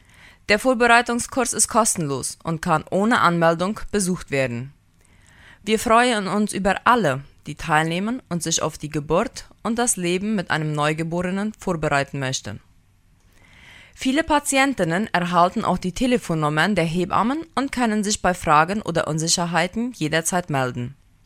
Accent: Filadelfia, Boquerón, Paraguay; der Regier. Ich komme aus Philadelphia und arbeite im Krankenhaus Philadelphia.

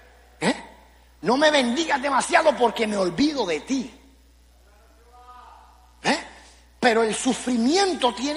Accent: Puerto Rico; now in Dallas, United States; Hermano, yo soy puertorriqueño

